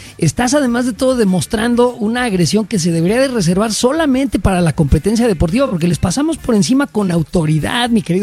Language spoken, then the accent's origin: Spanish; Mexico; mexicanos que estamos orgullosos de lo que proyectamos al mundo.